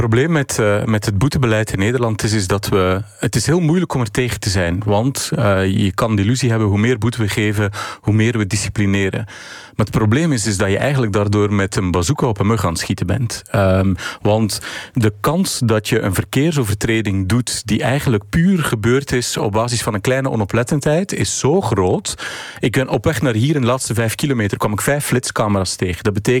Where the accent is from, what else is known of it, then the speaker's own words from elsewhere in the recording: Flanders, Belgium; Ja, ik ben Vlaming van dienst.